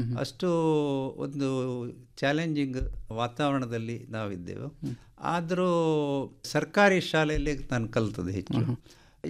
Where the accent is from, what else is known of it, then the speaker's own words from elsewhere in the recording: Kodiyala, Karnataka, India; moved away; also born or lived in Goa; ನಮ್ಮ ಊರು ಸುಳ್ಯ ತಾಲೂಕಿನ ಕೊಡಿಯಾಲ ಗ್ರಾಮ ಅಂತ. ನಮ್ಮ ಮನೆ ರಿಸರ್ವ್ ಫಾರೆಸ್ಟಿನ ತಳದಲ್ಲೇ ಇರೋದು.